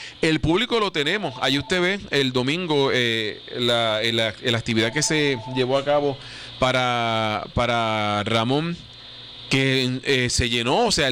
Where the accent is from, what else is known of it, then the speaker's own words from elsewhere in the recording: San Germán, Puerto Rico; Y somos aquí originarios de San Germán